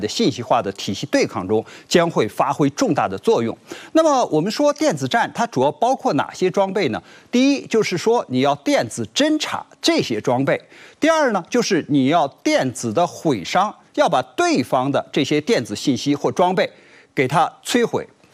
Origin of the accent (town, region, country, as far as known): China